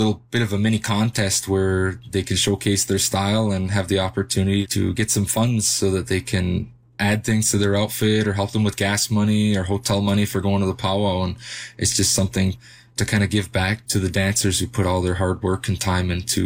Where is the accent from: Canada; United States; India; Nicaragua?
Canada; Curve Lake First Nation, Ontario; I'm from Curve Lake First Nation originally. That's my band and where my family comes from.